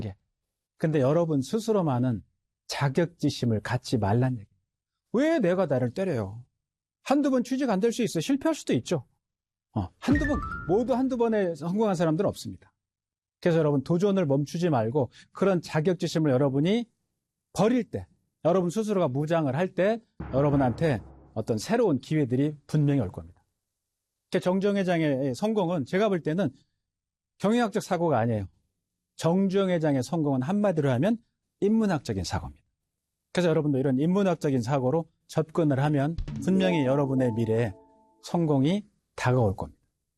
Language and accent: Korean; Taean, South Chungcheong, South Korea; 저는 바닷가 출신이에요. 충청도 태안이 제 고향인데